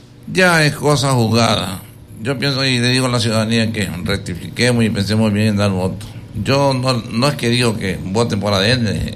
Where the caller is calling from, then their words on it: Quevedo, Los Ríos, Ecuador; nosotros los quevedeños